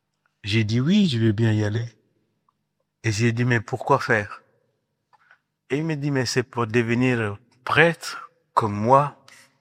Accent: Guinea; Je suis de Guinée, en Afrique de l'Ouest. Je suis d'une famille chrétienne, une famille composée de trois personnes, papa, maman et moi-même.

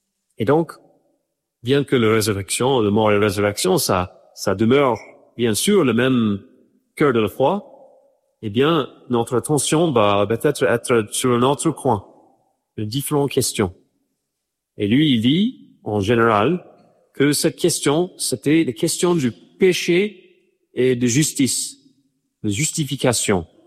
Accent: Ireland; j'ai grandi en Irlande avec une éducation chrétienne

